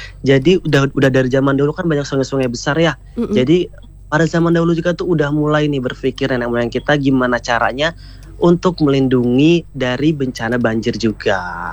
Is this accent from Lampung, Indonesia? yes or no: yes; Lampung, Indonesia; warisan kita, warisan leluhur kita, orang Lampung